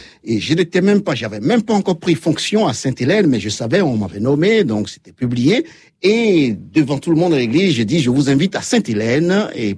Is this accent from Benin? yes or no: yes; Benin; now in France; Le père Serge Goubemont et moi, on est originaires du Bénin, mais on s'est connus en France, on s'est pas connus au Bénin, parce qu'on est tous les deux des prêtres, mais des religieux appartenant à différentes congrégations